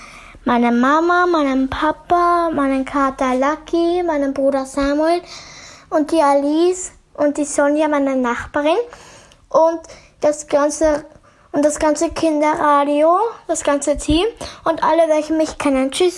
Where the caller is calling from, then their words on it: Lower Austria, Austria; bin 10 Jahre alt und ich komme aus Niederösterreich.